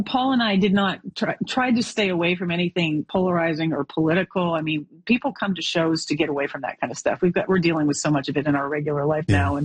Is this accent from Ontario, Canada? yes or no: no; Alberta, Canada; So it blends growing up in Alberta, driving on black ice.